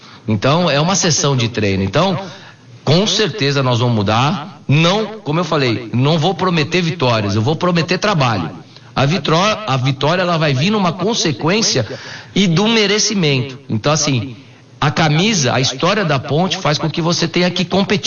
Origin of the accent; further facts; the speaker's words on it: São Paulo, Brazil; É, sou de São Paulo, conheço o futebol de São Paulo